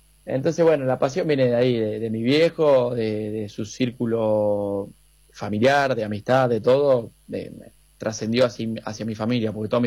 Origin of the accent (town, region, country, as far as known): Formosa, Argentina; born or raised there